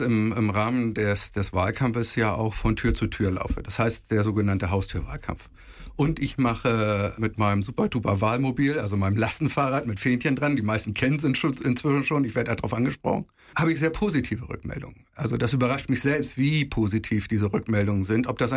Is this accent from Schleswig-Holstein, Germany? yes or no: yes; Heide, Schleswig-Holstein, Germany; ich bin in Heide geboren, hier zur Schule gegangen, Kindergarten und so weiter, Lehre.